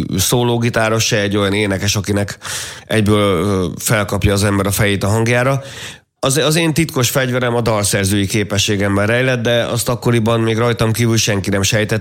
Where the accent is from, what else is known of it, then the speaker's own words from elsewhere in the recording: Komló, Baranya, Hungary; moved away as an adult; also born or lived in Gyula; A szüleim elég korán elváltak, 1 éves voltam, aztán Komlóra költöztünk, és ott éltem 20 éves koromig, ott szocializálódtam mondjuk ebbe a szocialista iparvárosba, a bányászvárosba. Ott éltem meg a kamaszkoromat, a gimnáziumi éveimet.